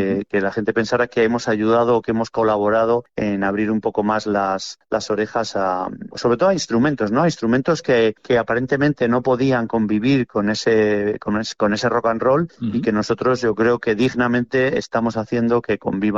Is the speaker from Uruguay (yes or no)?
no; Valladolid, Castile and León, Spain; nosotros somos de Valladolid